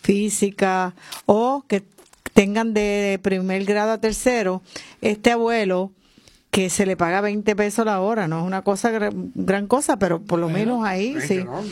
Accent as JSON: {"language": "Spanish", "town": "Aguada", "country": "Puerto Rico", "tie": "born or raised there", "said": "Yo mi vida es Aguada. Yo amo ese pueblo. Viví ahí, crecí, tuve necesidad. Vengo de un caserío."}